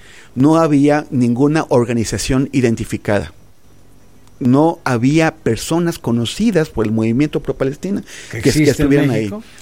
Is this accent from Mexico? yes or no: yes; Mexico; O sea, nosotros como mexicanos, los franceses como franceses, los italianos pueden tener una ideología de derecha, de izquierda